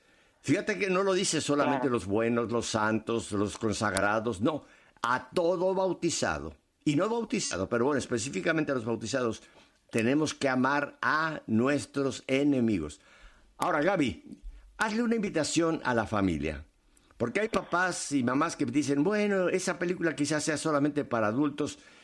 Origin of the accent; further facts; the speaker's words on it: Mexico City, Mexico; yo soy chilango, yo soy nativo de Ciudad de México.